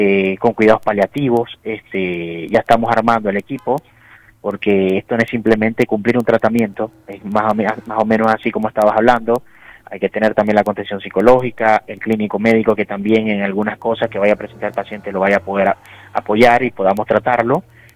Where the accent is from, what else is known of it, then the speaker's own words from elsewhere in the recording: Venezuela; moved away as an adult; also born or lived in Peru; now in Patagonia, Argentina; Soy venezolano.